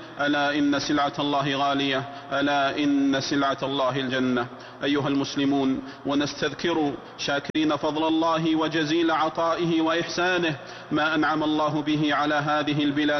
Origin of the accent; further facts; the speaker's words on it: Saudi Arabia; واحفظ بلادنا المملكة العربية السعودية